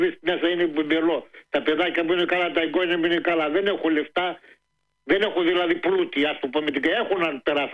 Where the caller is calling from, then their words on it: Drama, Eastern Macedonia and Thrace, Greece; η πατρίδα μου Μανώλη και εδώ η Δράμα μας